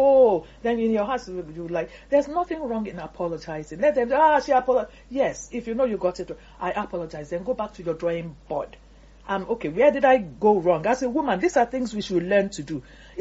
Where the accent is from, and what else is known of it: Nigeria